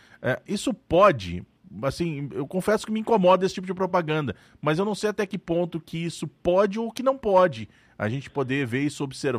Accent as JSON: {"language": "Portuguese", "town": "Porto Alegre", "region": "Rio Grande do Sul", "country": "Brazil", "moved": "as an adult", "lives_now": "Brasília, Brazil", "said": "eu sou de Porto Alegre e via muito isso lá, e aqui em Brasília, já estou há quase 20 anos"}